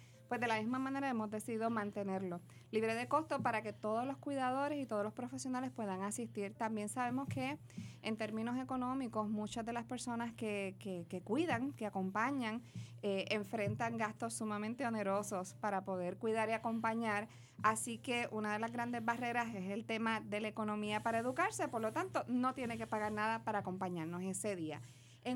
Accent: Toa Baja, Puerto Rico; Yo soy del municipio de Toa Baja.

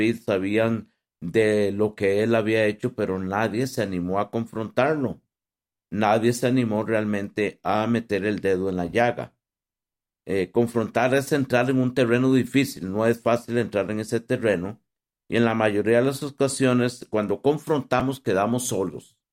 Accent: Costa Rica; no somos los ticos directos.

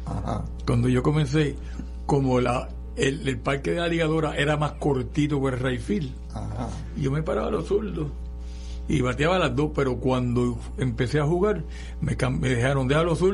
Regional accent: San Juan, Puerto Rico; born there; yo nací en Santurce

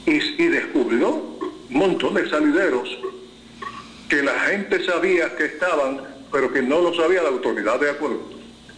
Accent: Juana Díaz, Puerto Rico; Yo soy del pueblo de Juanadías, de la zona rural de Juanadías.

